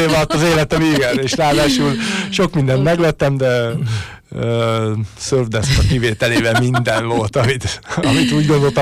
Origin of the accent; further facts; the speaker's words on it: Hungary; egyedüli magyarként